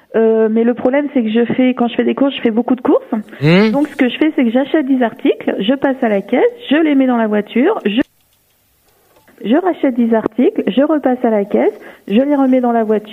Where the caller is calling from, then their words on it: Nantes, Pays de la Loire, France; J'appelle de Nantes.